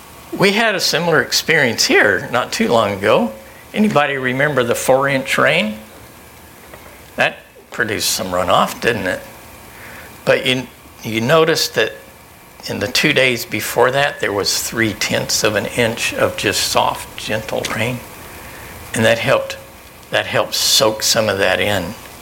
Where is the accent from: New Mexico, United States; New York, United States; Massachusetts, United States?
New Mexico, United States; Albuquerque; I grew up in Albuquerque, New Mexico. Spent my first 4 years in elementary school there.